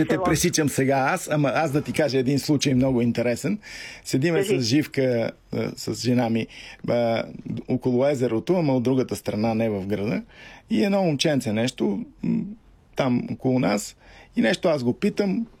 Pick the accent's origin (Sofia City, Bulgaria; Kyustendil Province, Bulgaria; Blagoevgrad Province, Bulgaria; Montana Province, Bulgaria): Sofia City, Bulgaria; Sofia; ми тука, от София сме, ама рода ми е от Охрид.